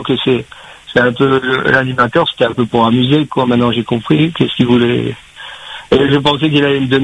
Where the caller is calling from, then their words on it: Saint-Benoît, Réunion; Moi aussi, je suis sur Saint-Benoît.